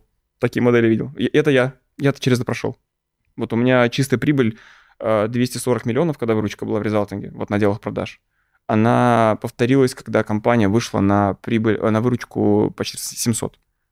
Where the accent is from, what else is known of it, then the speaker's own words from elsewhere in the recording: Moscow, Russia; Я же из Люблино парень, из Новокосино. Типа, я ходил в обычную общественную школу